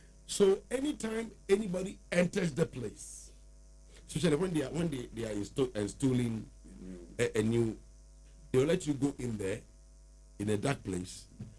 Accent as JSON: {"language": "English", "country": "Ghana", "said": "Me, I come from Ainfi"}